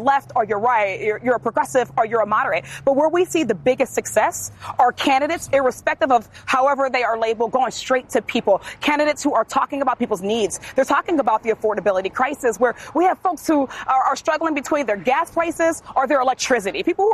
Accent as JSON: {"language": "English", "region": "Pennsylvania", "country": "United States", "said": "Listen, I come from Western Pennsylvania."}